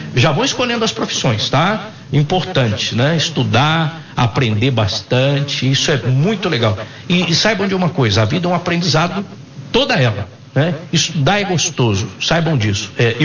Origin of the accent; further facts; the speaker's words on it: São Sebastião do Paraíso, Minas Gerais, Brazil; born there; eu nasci em Minas também, na capital de Minas, que é São Sebastião do Paraíso, a capital do Brasil.